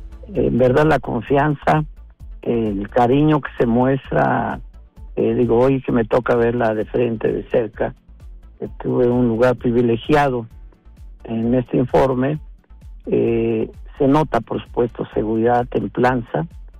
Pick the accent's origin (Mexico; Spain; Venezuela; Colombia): Mexico; no solo yo como mexicano